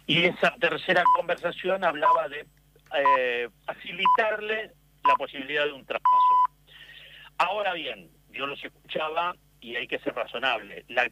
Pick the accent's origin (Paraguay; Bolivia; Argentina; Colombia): Argentina; also born or lived in Madrid, Spain